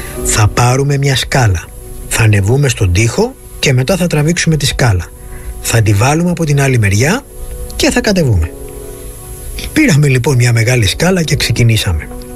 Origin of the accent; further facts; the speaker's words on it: Mandra, Greece; στο χωριό μου στη Μάντρα